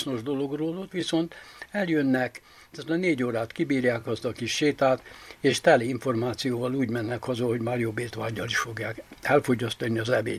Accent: Baranya, Hungary; born or raised there

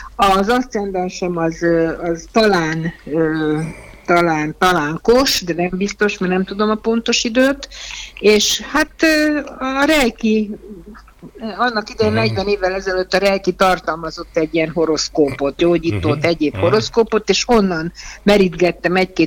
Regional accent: Budapest, Hungary; also born or lived in Csabrendek; Én csabrendeki születésű vagyok, az a Bakonyban van, és Budapesten élek 7 éves korom.

